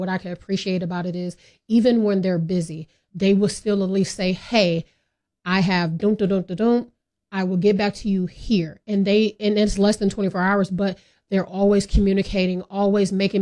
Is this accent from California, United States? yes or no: no; Wisconsin, United States; Yeah, I had a, I went to a university back in Wisconsin. I'm originally from Wisconsin.